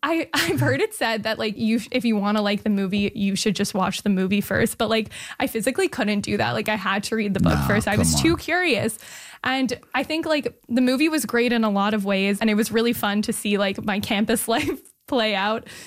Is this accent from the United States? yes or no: no; Montreal, Quebec, Canada; Yeah, to my hometown.